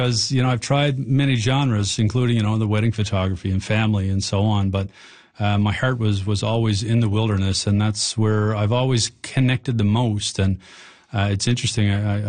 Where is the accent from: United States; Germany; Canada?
Canada; Labrador City, Newfoundland and Labrador; especially here in Newfoundland and Labrador. I grew up in Labrador City.